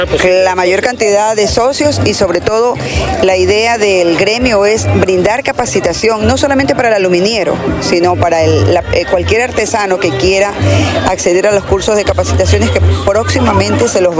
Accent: Quevedo, Los Ríos, Ecuador; also born or lived in Guayaquil; Yo tengo más o menos 25 años, he trabajado en Guayaquil y ahora estoy radicado en mi tierra, en Quevedo.

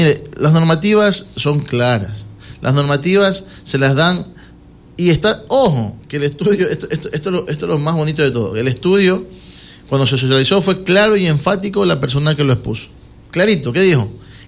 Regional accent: Quevedo, Los Ríos, Ecuador; también somos de Quevedo

